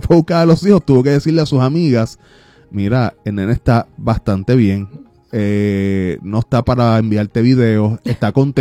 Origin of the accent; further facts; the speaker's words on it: Puerto Rico; si algo nos distinguía a nosotros como puertorriqueños, era la familiaridad, la camaradería